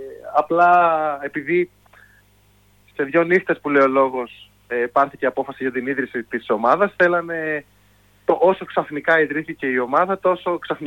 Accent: Kavala, Eastern Macedonia and Thrace, Greece; moved away as an adult; γιατί εγώ είμαι ένα παιδί από την Καβάλα και το 2022... Πήρα αυτό το ρίσκο να φύγω από την Καβάλα, να έρθω σε μια μεγαλύτερη πόλη, χωρίς να γνωρίζω τίποτα και κανέναν.

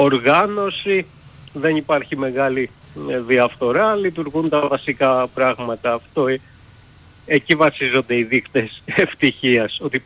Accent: Athens, Attica, Greece; moved away; από Αθήνα είμαι συνήθως.

